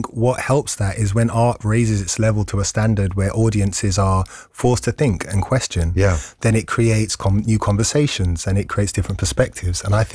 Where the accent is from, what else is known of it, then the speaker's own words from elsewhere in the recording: London, United Kingdom; I think my influence is just from being a Londoner.